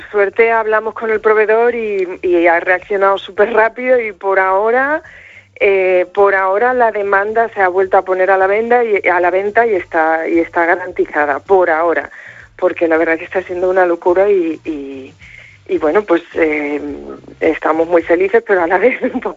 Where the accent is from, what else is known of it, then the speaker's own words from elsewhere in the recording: Badajoz, Extremadura, Spain; y me volví con mucho amor y orgullo por mi tierra, que ya lo tenía